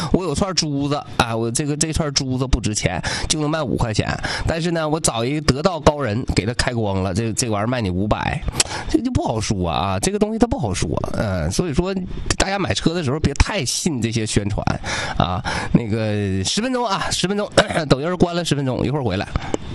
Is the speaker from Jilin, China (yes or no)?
yes; Changchun, Jilin, China; 我们长春人